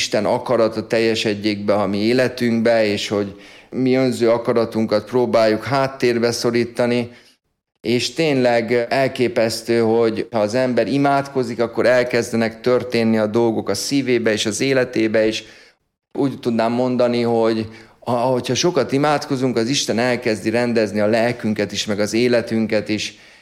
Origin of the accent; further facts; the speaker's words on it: Sopron, Győr-Moson-Sopron, Hungary; Soproni származású vagyok